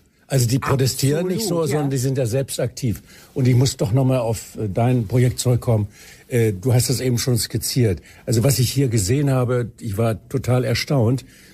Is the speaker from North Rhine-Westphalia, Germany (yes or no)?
yes; Bielefeld, North Rhine-Westphalia, Germany; moved away; Ich komme ja eigentlich aus Bielefeld.